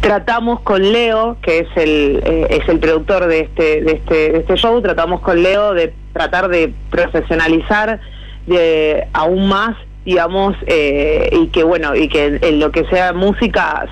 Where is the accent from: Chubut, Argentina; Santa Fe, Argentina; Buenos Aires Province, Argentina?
Santa Fe, Argentina; Coronel Arnold; Yo soy de Coronel Arnold, un pueblito que seguramente los oyentes pueden conocer, pero es un pueblito que estamos a 20 minutos de Casilda, un pueblo de 1000 habitantes.